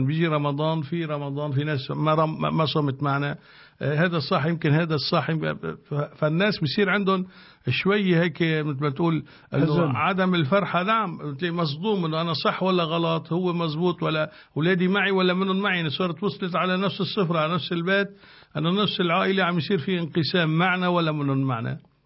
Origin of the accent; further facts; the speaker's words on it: Tripoli, North Governorate, Lebanon; now in Australia; شافني وعرفني من طرابلس